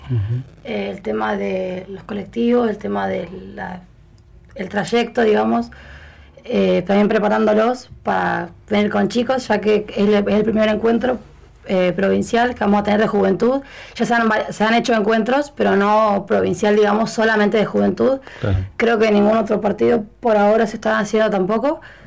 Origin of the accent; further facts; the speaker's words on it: Río Gallegos, Santa Cruz, Argentina; yo soy nacida y soy criada acá